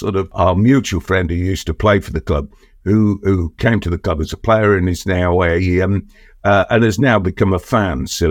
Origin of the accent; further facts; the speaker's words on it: Leicester, East Midlands, United Kingdom; born there; I was born in the Fielding Johnson Hospital on Regent Road, Leicester in 1950.